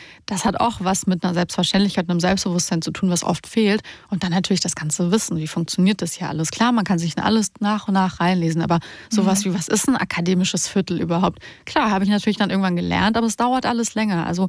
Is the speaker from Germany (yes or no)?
no; Romania; wir kommen ja zum Teil aus Rumänien und wer sich da auskennt, weiß, dass Rumänien lange keinen Kaffee hatte